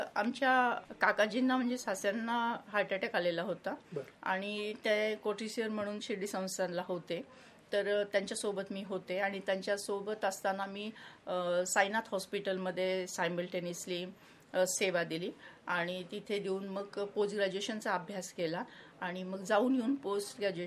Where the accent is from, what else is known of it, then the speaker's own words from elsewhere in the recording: Maharashtra, India; आमचं माहेर म्हणजे आम्ही महाराष्ट्रीयन आणि सासर सगळं राजस्थानी